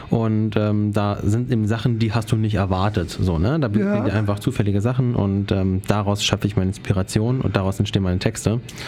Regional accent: Schleswig-Holstein, Germany; Ich bin Schriftsteller und Lyriker, 27 Jahre alt. Ich komme aus der Nähe von Lübeck, ne, also da Schleswig-Holstein. Wohne dort in einem wunderschönen kleinen Dorf namens Ritzerau.

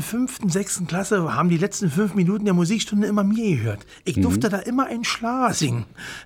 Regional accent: Berlin, Germany; born there; Ich bin in Prenzlauer Berg zur Schule gegangen, in der Greifenhagener Straße, 25. Oberschule.

